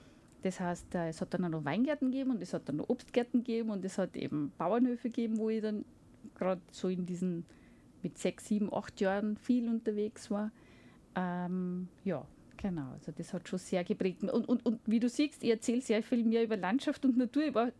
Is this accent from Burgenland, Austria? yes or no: yes; Burgenland, Austria; also born or lived in Vienna; weil genau in dem Jahr, wo ich auf die Welt gekommen bin, ich bin in Wien auf die Welt gekommen, haben meine Eltern begonnen, im Burgenland ein Haus zu bauen.